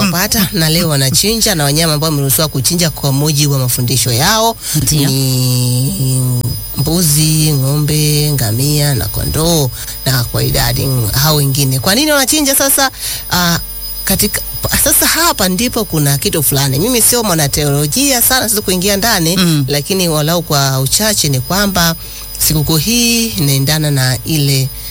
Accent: Tanzania; sisi ni Watanzania

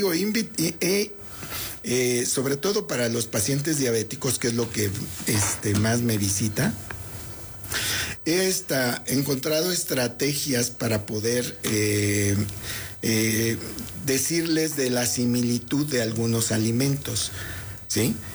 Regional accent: Mexico; pues nosotros comemos tortillas porque somos mexicanos.

